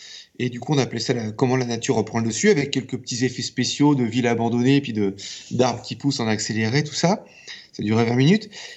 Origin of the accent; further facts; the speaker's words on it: Alençon, Normandy, France; Je suis d'Alençon